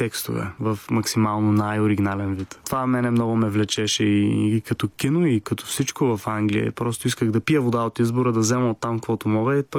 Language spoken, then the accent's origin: Bulgarian; Targovishte, Targovishte Province, Bulgaria; И аз съм от Търговище, малко градче, растейки